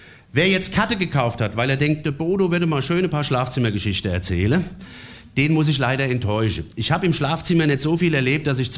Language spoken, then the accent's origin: German; Offenbach am Main, Hesse, Germany; ich komme ja aus Offenbach, das wisst ihr.